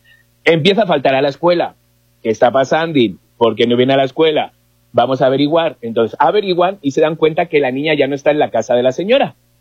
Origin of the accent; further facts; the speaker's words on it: Catemaco, Veracruz, Mexico; Pues voy porque soy de rey del Pride, de Catemaco.